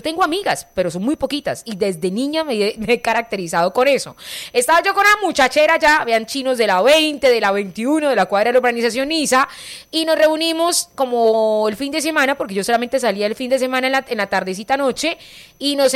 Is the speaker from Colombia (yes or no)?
yes; Cúcuta, Norte de Santander, Colombia; also born or lived in the Caribbean coast of Colombia; Y desde los 3 años vivo en Cúcuta. Yo soy de otra parte, yo soy de la costa, pero me trajeron